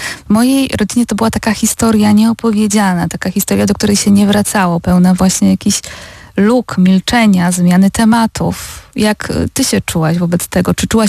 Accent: Lower Silesian Voivodeship, Poland; Moja rodzina też ma takie napływowe korzenie, ale ja się wychowałam na Dolnym Śląsku

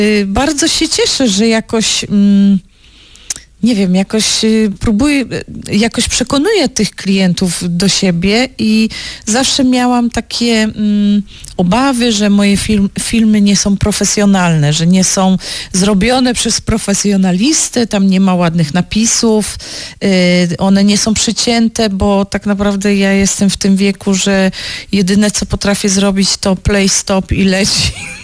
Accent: Silesian Voivodeship, Poland; ja mieszkam w Lesiczówce całe życie

